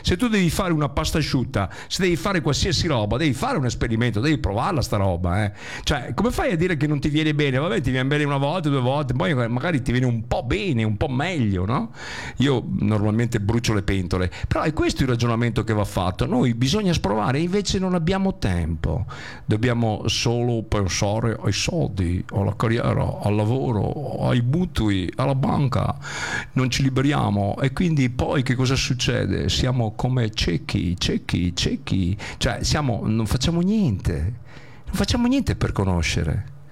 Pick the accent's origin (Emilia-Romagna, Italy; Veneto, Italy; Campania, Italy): Veneto, Italy; Rovigo; No, il mio paese, beh, insomma, io non abito proprio lì, però lì vicino, insomma, a Rovigo, no?